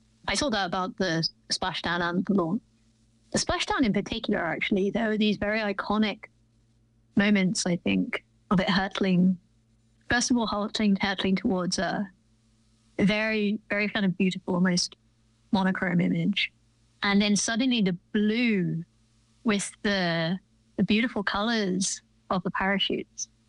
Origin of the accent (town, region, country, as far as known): England, United Kingdom; now in United States